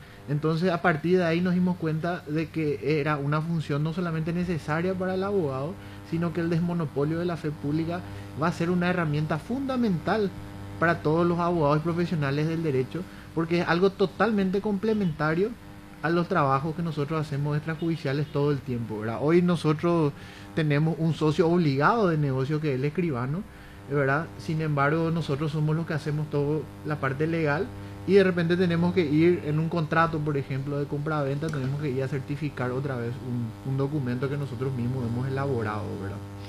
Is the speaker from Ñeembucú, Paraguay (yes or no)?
no; Asunción, Paraguay; Soy de la capital, venimos de Asunción.